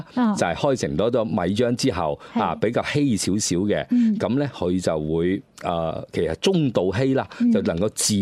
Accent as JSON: {"language": "Cantonese", "town": "Guangzhou", "region": "Guangdong", "country": "China", "said": "就係日常我哋廣州人咧食早餐啊"}